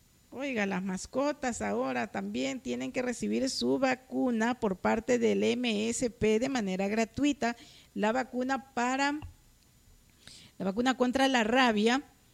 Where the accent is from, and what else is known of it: Santa Elena, Ecuador